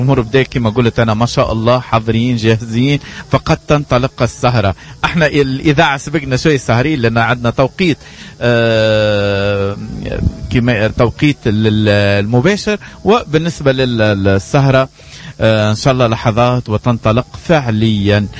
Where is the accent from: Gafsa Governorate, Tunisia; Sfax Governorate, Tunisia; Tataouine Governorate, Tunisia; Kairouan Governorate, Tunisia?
Tataouine Governorate, Tunisia; accent: Tataouine dialect; بلهجتنا احنا التطاوينية